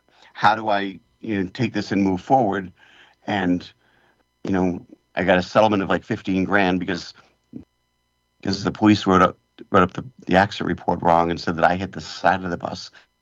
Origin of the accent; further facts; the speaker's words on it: United States; I'm this American guy.